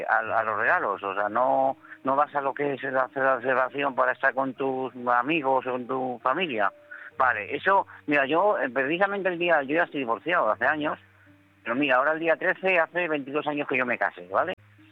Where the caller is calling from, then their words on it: Madrid, Community of Madrid, Spain; de Madrid